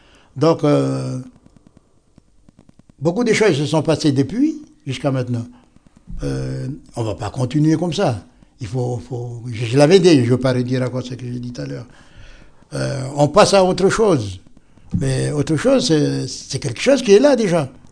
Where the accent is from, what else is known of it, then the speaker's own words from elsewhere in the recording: Saint-Louis, Senegal; Parce qu'à Saint-Louis, là où je suis, moi, je suis de Saint-Louis. On plantait le riz à Saint-Louis, quand on était tout petit, quoi, enfin 10 ans, 11 ans, on plantait le riz avec les Chinois.